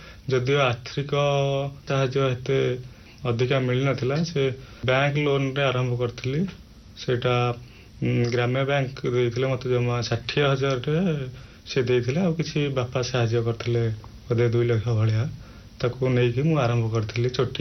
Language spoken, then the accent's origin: Odia; Indupur, Odisha, India; ଯେହେତୁ ମୋ ଗାଁ ଇନ୍ଦୁପୁର, ସେଠି ଆମର ପାଖାପାଖି 13 ଛତୁ ମଞ୍ଜି ୟୁନିଟ୍ ଅଛି।